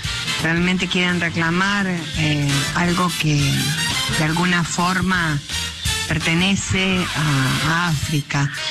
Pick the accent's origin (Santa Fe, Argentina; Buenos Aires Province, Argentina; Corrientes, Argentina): Santa Fe, Argentina; now in Gualeguaychú, Argentina; señora que vive … Gualeguaychú, pero soy santafesina hasta la maceta.